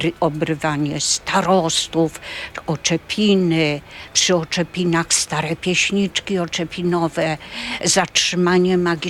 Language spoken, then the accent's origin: Polish; Carpathians, Poland; teraz już jako badacz, jako nie tylko góralka, ale jako badacz obrzędowości, zresztą całej karpackiej.